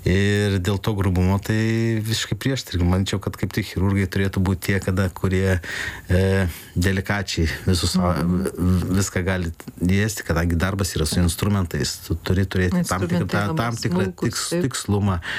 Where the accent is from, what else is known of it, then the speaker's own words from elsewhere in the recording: Mažeikiai, Telšiai County, Lithuania; now in Kaunas, Lithuania; Taip, esu iš Žemaitijos atvykęs į Kauną.